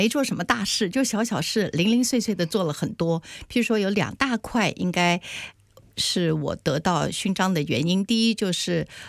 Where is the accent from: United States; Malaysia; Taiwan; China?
Taiwan; 很巧合的一件事情，我小的时候在台湾，我就很喜欢看，